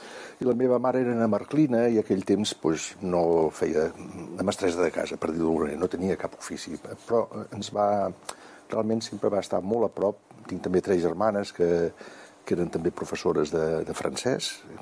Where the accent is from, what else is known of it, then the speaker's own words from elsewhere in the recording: Manresa, Catalonia, Spain; Vaig néixer a Sant Andreu, a Manresa, soc manresà.